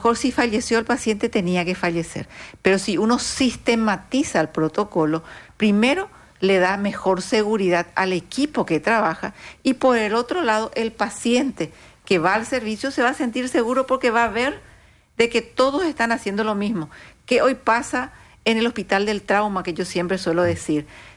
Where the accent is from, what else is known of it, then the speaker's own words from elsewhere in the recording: Encarnación, Itapúa, Paraguay; Todos saben que yo soy de Encarnación.